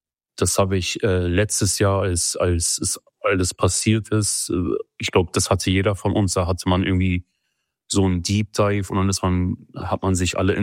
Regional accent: Turkey

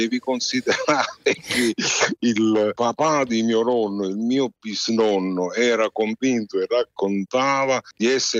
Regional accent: Naples, Campania, Italy; Per me è diventato importante importante tenere questi rapporti con la mia città natale, che è Napoli, che adoro, anche perché Napoli non è difficile adorare. Napoli è adorabile.

